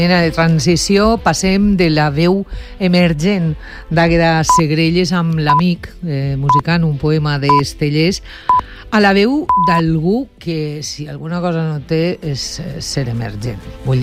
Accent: Valencian Community, Spain; som valencians.

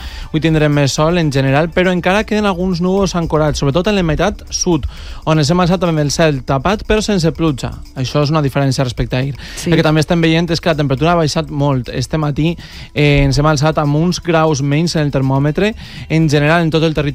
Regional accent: Valencian Community, Spain; al meu poble, al Racó d'Ademús

